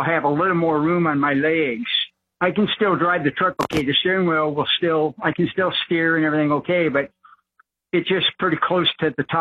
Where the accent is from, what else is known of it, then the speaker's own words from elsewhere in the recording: California, United States; I'm from California all my life. I never had the problem. But living in the desert, beautiful area, high desert